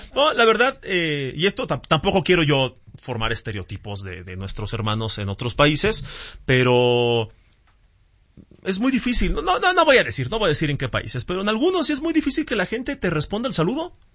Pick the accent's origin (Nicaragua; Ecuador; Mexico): Mexico